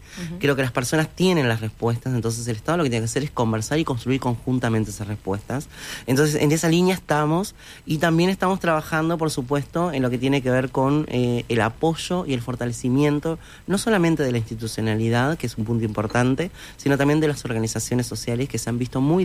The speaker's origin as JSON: {"language": "Spanish", "town": "San Carlos", "region": "Maldonado", "country": "Uruguay", "tie": "born or raised there", "said": "yo soy del interior, me crié en el interior, soy nacida y criada en San Carlos"}